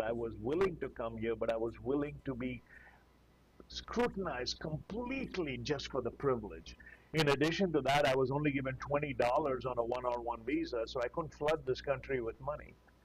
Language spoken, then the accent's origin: English; India; now in United States; I'm from India. I'm a first-generation migrant. I came into this country legally.